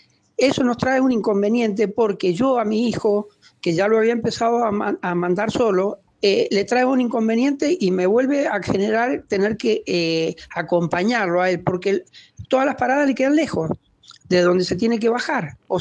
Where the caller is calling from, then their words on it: Lavalle, Mendoza, Argentina; soy una madre de La Valle